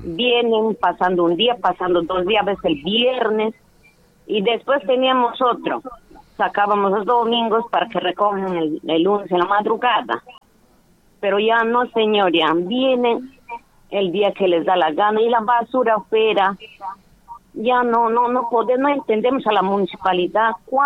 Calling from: Morales, San Martín, Peru

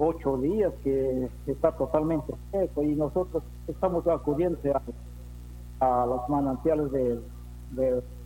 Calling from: Peru; Estoy llamando de acá, del Centro Popular Huayco. Del Tirón o Viracocha.

